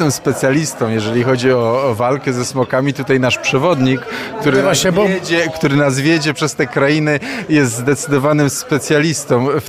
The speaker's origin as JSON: {"language": "Polish", "region": "Silesian Voivodeship", "country": "Poland", "said": "jako Ślązak z trochę z zazdrością spoglądam na to wszystko, co tutaj widzę, bo też by mi się marzyło, żebyśmy my jako Ślązacy o tą śląską gotkę też tak mogli dbać"}